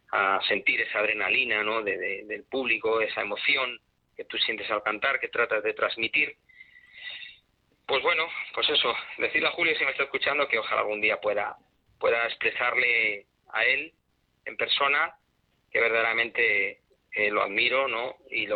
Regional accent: Castile, Spain; soy un tipo castellano, soy un tipo serio, que verdaderamente, bueno, me gusta mucho cantar, lo he hecho desde pequeño

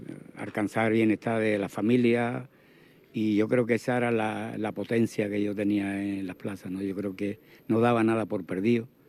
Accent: San Fernando, Andalusia, Spain; Mi familia está aquí en San Fernando y bueno, yo me siento feliz, me siento orgulloso de ser cañailla, así me ponían en muchísimas crónicas

